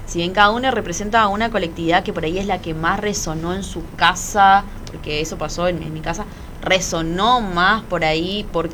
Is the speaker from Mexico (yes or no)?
no; Argentina; siendo argentinos con la mezcla cultural que somos.